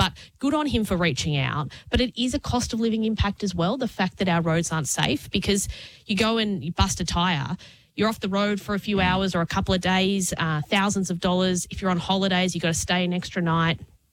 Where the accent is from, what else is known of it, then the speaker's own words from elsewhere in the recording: Melbourne, Victoria, Australia; I was born in Victoria. I grew up in Melbourne, and I'm choosing to raise my family here.